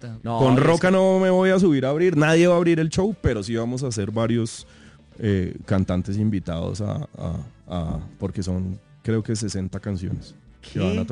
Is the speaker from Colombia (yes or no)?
yes; Bogotá, Colombia; also born or lived in Villavicencio; Yo nací en Villavicencio. Mi cédula es de Villavicencio, pero yo soy criado acá en Bogotá.